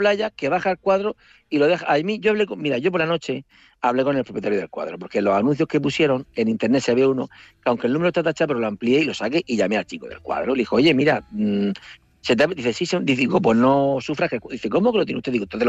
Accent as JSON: {"language": "Spanish", "town": "Murcia", "region": "Region of Murcia", "country": "Spain", "said": "Digo, mire … soy de Murcia y tal."}